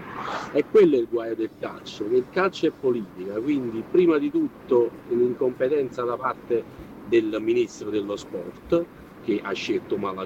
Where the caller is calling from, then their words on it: Naples, Campania, Italy; da Napoli.